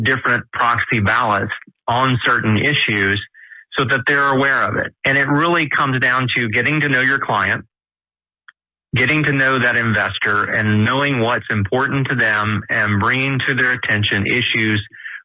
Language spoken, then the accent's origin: English; Texas, United States; Now, I'm a little biased because I'm a Texan.